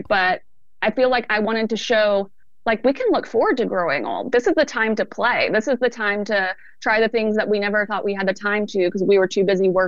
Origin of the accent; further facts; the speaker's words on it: South Carolina, United States; now in Georgia, United States; And I'm from South Carolina. I live in Georgia. I'm used to lush green. I'm used to brick houses.